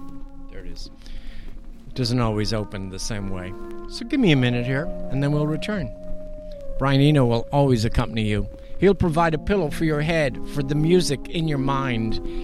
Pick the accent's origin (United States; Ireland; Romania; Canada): Ireland; moved away; I've been everywhere, up and down, into Scotland, across Wales, and of course, growing up in Ireland and traveling through Northern Ireland.